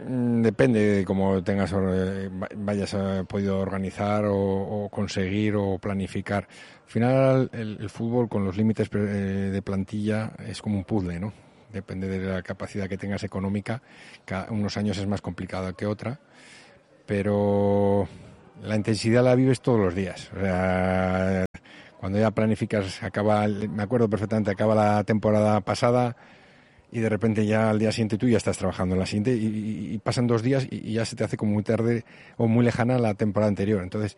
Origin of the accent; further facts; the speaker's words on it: Pamplona, Navarre, Spain; born there; creo que de Osasuna está claro que viene de serie, porque soy nacido en Pamplona, jugador de la cantera desde los 11 hasta los 29 años.